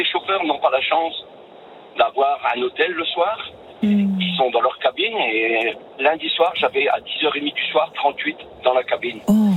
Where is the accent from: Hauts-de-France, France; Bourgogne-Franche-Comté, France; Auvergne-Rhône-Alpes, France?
Hauts-de-France, France; Dunkirk; Je suis de Dunkerque, je suis chauffeur routier